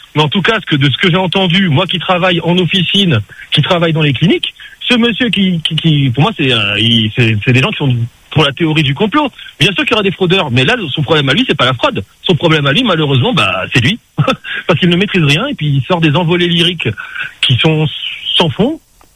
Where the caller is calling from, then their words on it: Le Tampon, Réunion; cet après-midi un petit peu nuageuse au tampon.